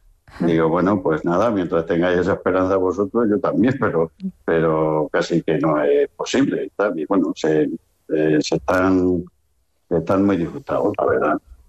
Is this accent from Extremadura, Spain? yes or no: yes; Extremadura, Spain; moved away; Yo me siento extremeño, pero también miguelete, porque... Claro. 34 años tienen que dejarte algo, y más viviendo aquí en este sentido, ¿entiendes?